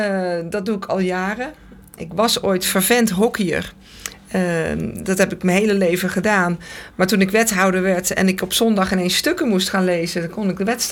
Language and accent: Dutch; 's-Hertogenbosch, North Brabant, Netherlands; now in Soest, Netherlands; Ik kom oorspronkelijk uit 's-Hertogenbosch.